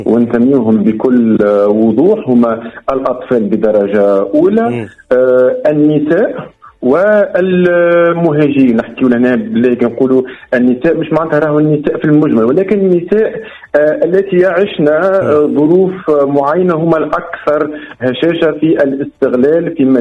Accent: Tunisia

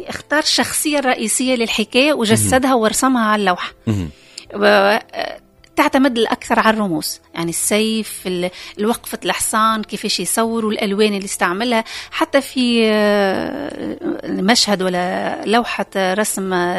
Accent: Tunisia; احنا في بلادنا تونس

